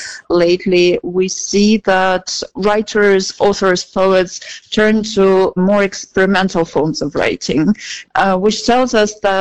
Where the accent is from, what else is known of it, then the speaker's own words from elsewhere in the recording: Eastern Ukraine, Ukraine; first language Russian; English is a second language; I'm coming from the east of the country. My first language was indeed Russian, and I switched to Ukrainian after the Revolution of Dignity in 2013-14 and the Russian invasion in 2014.